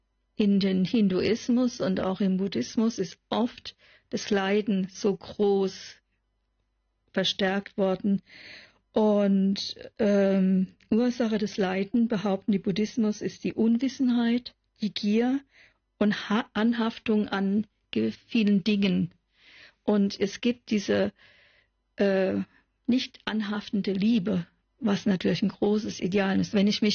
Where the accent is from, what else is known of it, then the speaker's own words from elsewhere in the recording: Southern Germany, Germany; now in Northern Germany, Germany; Ich bin ja aus Süddeutschland und meine Mutter kommt aus Badisch-Sibirien und das Madonnenländer. Es ist also ein sehr christlich und katholisches Gebiet.